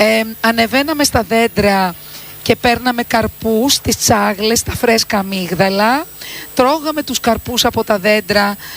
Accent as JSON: {"language": "Greek", "town": "Nea Smyrni", "region": "Attica", "country": "Greece", "tie": "born or raised there", "moved": "yes", "lives_now": "Lemnos, Greece", "said": "Εγώ μεγάλωσα τα παιδικά μου χρόνια στη Νέα Σμύρνη, από μητέρα Λιμνιά."}